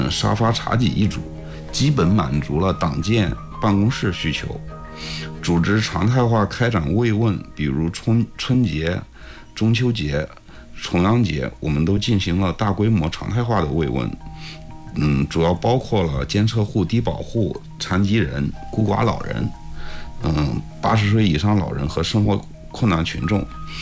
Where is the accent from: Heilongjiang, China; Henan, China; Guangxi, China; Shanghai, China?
Henan, China; Qinyang; 我老家是咱胶州沁阳的，豫北的，也是农村的。从小在村里面生活时间短